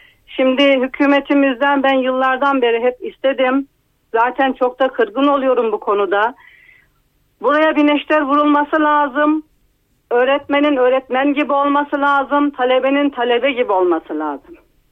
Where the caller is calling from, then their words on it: Çankırı, Çankırı Province, Turkey; Ben Çankırı'dan arıyorum.